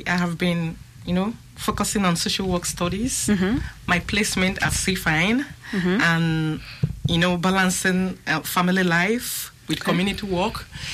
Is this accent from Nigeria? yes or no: yes; Nigeria; now in Aberdeen, United Kingdom; I am from Nigeria and currently studying social work in RGU.